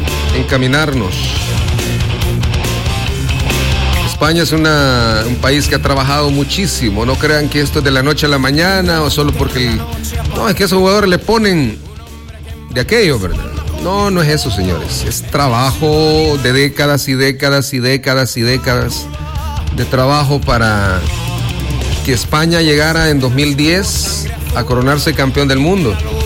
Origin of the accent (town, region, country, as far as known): El Salvador